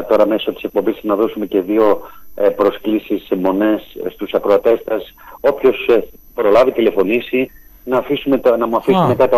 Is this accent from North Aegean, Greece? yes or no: no; Heraklion, Crete, Greece; born there; also born or lived in Athens; Και μετά που μετακόμισα στην πόλη μου στην Κρήτη, εδώ στο Ηράκλειο, που μετακόμισα από την Αθήνα, γιατί εδώ γεννήθηκα, ναι, μετά ακολουθούσα την ομάδα της πόλης μου.